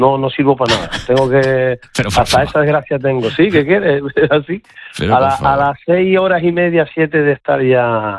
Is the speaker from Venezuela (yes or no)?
no; Santa Cruz de Tenerife, Canary Islands, Spain; yo soy de Ofra